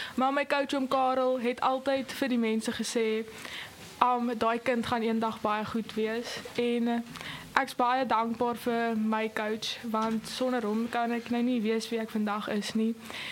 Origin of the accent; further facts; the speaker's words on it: Dispatch, Eastern Cape, South Africa; Goeie allemaal … ek kom ook van Dispatch af. Ek gaan school in Hoërskool Dispatch